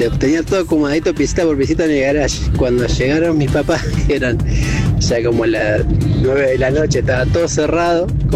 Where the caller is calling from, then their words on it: Villa Constitución, Santa Fe, Argentina; de Villa Constitución.